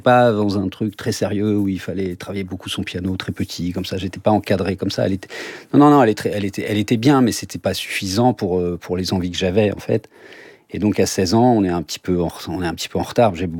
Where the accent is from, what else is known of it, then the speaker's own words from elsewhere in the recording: Paris, Île-de-France, France; dans mon immeuble où j'ai grandi à Montparnasse